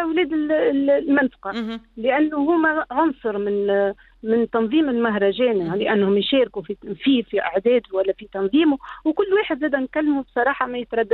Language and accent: Arabic; Sidi Hamada, Tunisia; now in United Arab Emirates; أهلي كلهم في سيدي حمادة